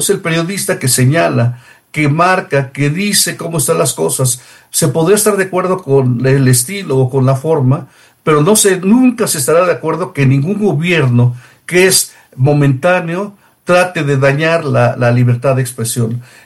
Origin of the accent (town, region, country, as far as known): Oaxaca, Mexico